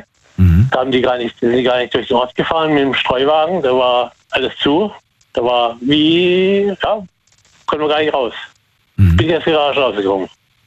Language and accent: German; Karlsruhe, Baden-Württemberg, Germany; also born or lived in Ettlingen; Nee, nee. Ich bin gebürtiger Karlsruher.